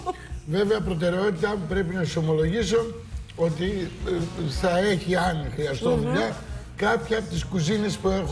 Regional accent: Thessaloniki, Central Macedonia, Greece; now in Athens, Greece; Τώρα με τις γιορτές ήμουνα και στη Θεσσαλονίκη πάνω. Άλλαξα τον χρόνο στην πόλη μου.

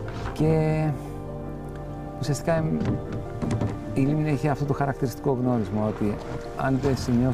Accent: Greece; born there; Τα τελευταία 10 χρόνια είναι το σπίτι μου. Αυτή είναι η αλήθεια. Εδώ δραστηριοποιούμαι από το 16. Η αλήθεια είναι ότι το χωριό μου είναι εδώ κοντά και την ήξερα τη λίμνη από πολύ μικρό.

